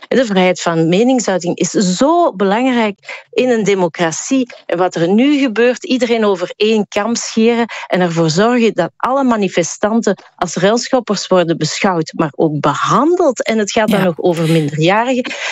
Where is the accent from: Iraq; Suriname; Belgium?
Belgium; Flanders